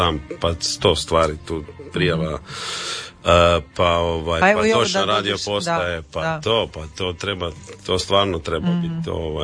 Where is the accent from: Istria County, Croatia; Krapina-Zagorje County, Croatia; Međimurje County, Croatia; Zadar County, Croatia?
Zadar County, Croatia; Pag; Rodom sam ja sa Paga. A tamo u krugu Zadra, tu u Vrsima, baš imamo apartman